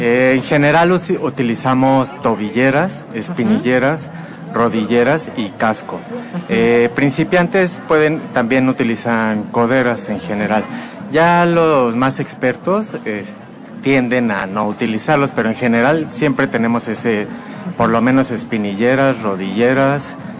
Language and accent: Spanish; Mexico City, Mexico; Y los que estamos ahora son algunos de Azcapotzalco. Yo soy de Acaportasqueña.